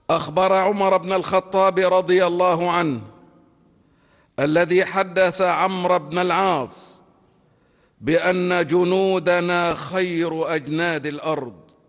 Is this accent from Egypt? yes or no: yes; Egypt; اللهم احفظ بلدنا مصر